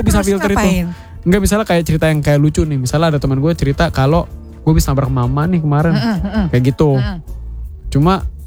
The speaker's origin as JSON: {"language": "Indonesian", "region": "Java", "country": "Indonesia", "said": "Tapi kata orang Jawa, secara kita orang Jawa ya."}